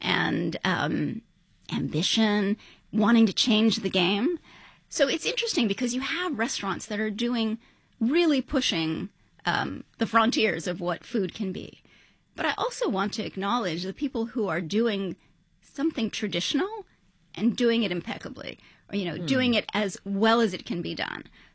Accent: New York City, New York, United States; So I think that part of being a New Yorker is that we are really scrappy on some level.

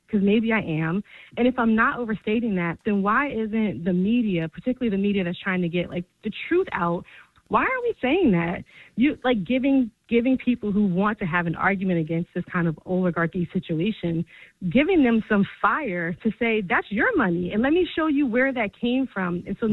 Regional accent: New Jersey, United States; I'm from New Jersey, always from New Jersey. So even down here in these DMV streets, still repping New Jersey

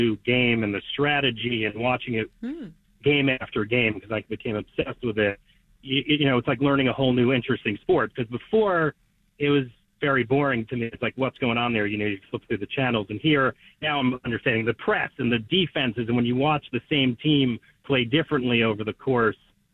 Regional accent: New York City, New York, United States; I am a New Yorker.

